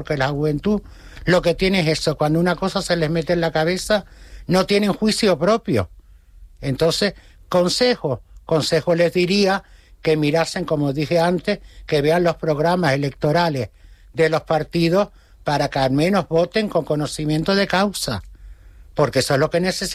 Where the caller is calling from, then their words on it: Canary Islands, Spain; que somos canarios y luego españoles.